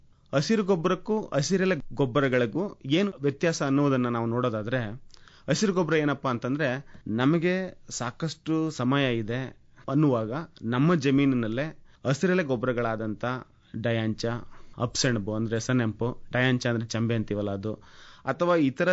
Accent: Malavalli, Karnataka, India; moved away; ಮೂಲವಾಗಿ ನಾನು ಮಳವಳ್ಳಿ ತಾಲೂಕಿಂದ ಬಂದಿರೋದ್ರಿಂದ ನಮ್ಮೂರಿನಲ್ಲಿ ಕುಷ್ಕಿ ಬೇಸಾಯನ ಜಾಸ್ತಿ ಮಾಡ್ತಾ ಇದ್ರು.

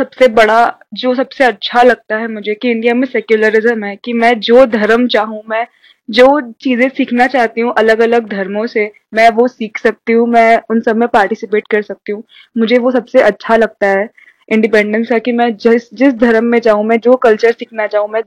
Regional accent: Narsinghpur, Madhya Pradesh, India; जी नहीं, मैं नरसिंहपुर से हूँ जो जबलपुर के पास आता है

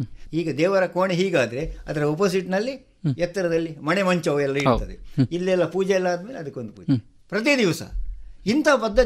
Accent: Padubidri, Karnataka, India; ನಾನು ಮೂಲದ ಹುಟ್ಟಿದ್ದು ನಾನು ಪಡಿಬಿದ್ರಿ, ನನ್ನ ಅಜ್ಜನ ಪಡಿಬಿದ್ರಿ. ನನ್ನ ತಂದೆಯ ಮನೆ ಕುಂಜೂರು ಅಥವಾ ಎಲ್ಲೂರು ಗ್ರಾಮದ ಕುಂಜೂರು.

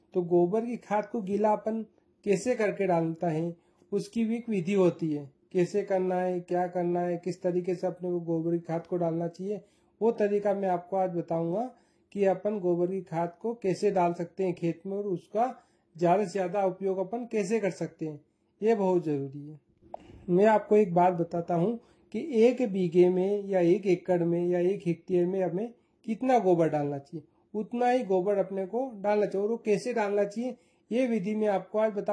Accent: Dhar district, Madhya Pradesh, India; मैं ग्राम माचकंदा डिस्ट्रिक्ट धार का रहने वाला हूँ।

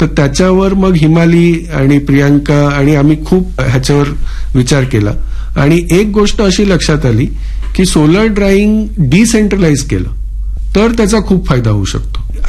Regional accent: Bordi, Maharashtra, India; आमचं गाव समुद्र किनारी आहे आणि एक वीकेंड डेस्टिनेशन आहे तर खूप टुरिस्ट येतात. बोर्डी डहाणू हा जो परिसर आहे

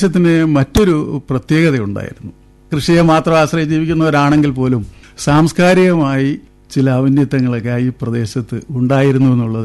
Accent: Kerala, India; മേഖലകളിൽ പ്രദേശത്തൊക്കെ അറിയപ്പെടുന്ന ഒട്ടേറെ കലാകാരന്മാര് ഉണ്ടായിരുന്ന ഒരു പ്രദേശമാണ് ഞങ്ങളുടെ ഈ മണപ്പള്ളിയും പവുമ്പായും. രണ്ടും ഒന്നിച്ചു വേണം പറയേണ്ടത്, അങ്ങനത്തെ ഒരു സംസ്കാരമാണ്.

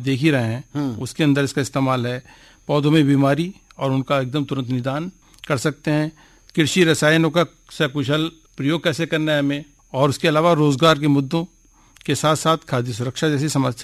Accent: Bijnor, Uttar Pradesh, India; खासकर हमारे जिला बिजनौर में

